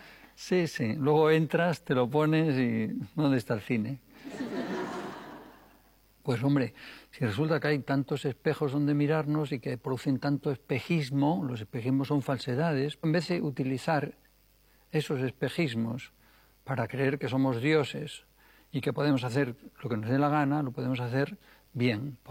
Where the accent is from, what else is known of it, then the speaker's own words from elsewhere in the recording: Extremadura, Spain; born there; allá en una cueva en Atapuerca, de donde yo vengo, o en Extremadura, en mi pueblecito